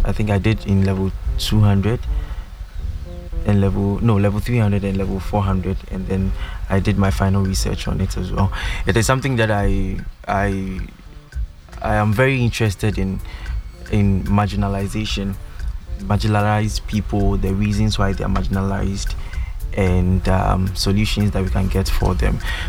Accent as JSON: {"language": "English", "country": "Ghana", "said": "When you see me, you know I'm a Ghanaian."}